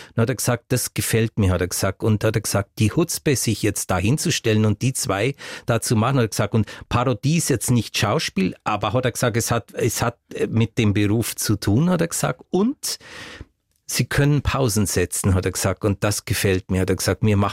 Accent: Bavaria, Germany; accent: Swabian-Bavarian dialect; Das war schwäbisch-bayerischer Dialekt, der da zu hören war.

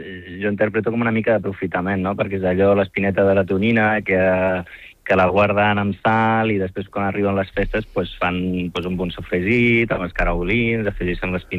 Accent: Morocco; now in Tarragona, Spain; perquè jo vinc del Marroc, soc amasí

